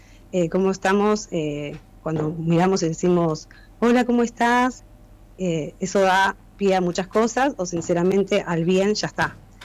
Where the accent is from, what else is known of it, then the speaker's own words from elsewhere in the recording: Wilde, Buenos Aires Province, Argentina; Soy de zona sur, Wilde.